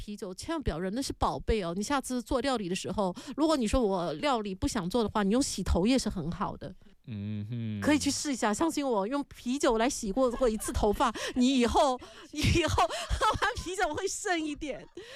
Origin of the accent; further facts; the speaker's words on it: Shanghai, China; 我的故乡上海